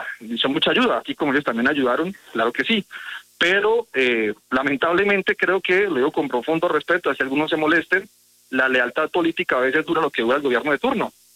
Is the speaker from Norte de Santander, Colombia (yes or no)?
no; Boyacá, Colombia; Claro, yo puedo decirle básicamente que yo soy de Boyacá